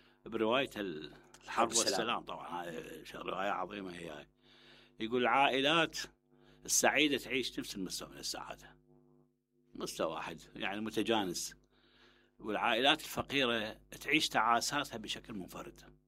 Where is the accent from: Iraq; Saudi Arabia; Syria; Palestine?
Iraq; Fallujah, Al Anbar; أنا ولد بالفلوجة